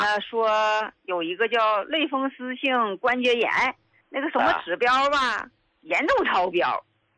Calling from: Jiangsu, China; 我是江苏的，今天来呢，就是我来替我老伴儿来反馈来了。

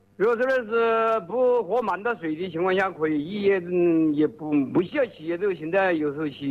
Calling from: Yingcheng, Hubei, China; 我是应城人士啊。

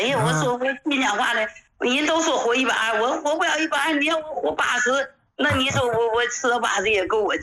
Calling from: Fushun, Liaoning, China; 我是来自辽宁抚顺的。

